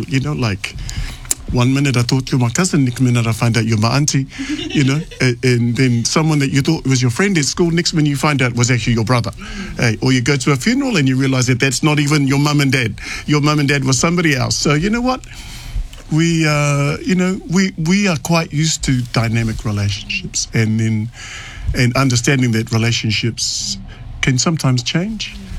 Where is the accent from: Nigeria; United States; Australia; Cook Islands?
Cook Islands; Rarotonga; moved away as an adult; now in Wellington, New Zealand; Currently I'm living in Wellington, but I'm from Rara, from the village of Ararangi. I'm from the Ngāti Kaena family in Ararangi and Ngāti Te Awa in Tupapa and Ngāti Ingatū in Ariora in Atu, Enua